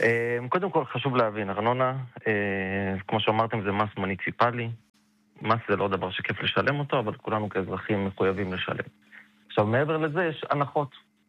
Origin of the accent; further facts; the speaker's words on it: Jerusalem, Jerusalem District, Israel; גם אני ירושלמי.